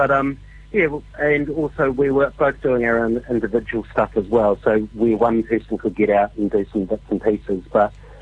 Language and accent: English; Dunedin, Otago, New Zealand; also born or lived in Auckland; So I was living in Auckland at the time. I'm originally from Otapoti, Dunedin, where we are based now, but I was living in Auckland